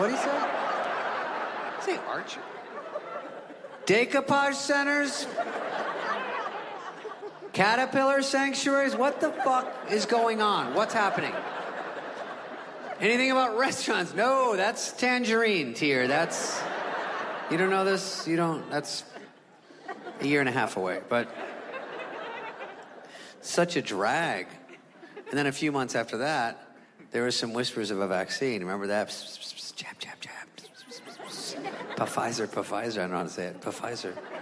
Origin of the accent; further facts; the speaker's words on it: California, United States; I'm from California.